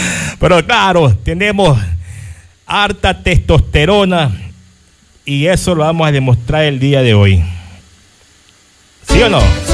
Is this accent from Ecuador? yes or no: yes; Ecuador; hay que demostrar que somos ecuatorianos